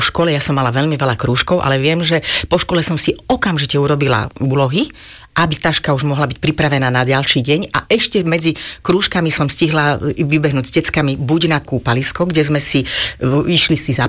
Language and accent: Slovak; Bratislava, Bratislava Region, Slovakia; vyrastala som úplne od malilinkata, od jasličiek, škôlky, základnej školy, gymnázia. Všetko som absolvovala v týchto Krasňanoch